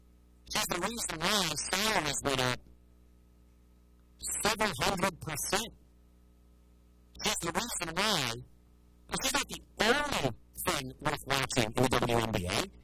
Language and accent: English; Detroit, Michigan, United States; now in West Des Moines, United States; I'm not from here. I'm from Detroit.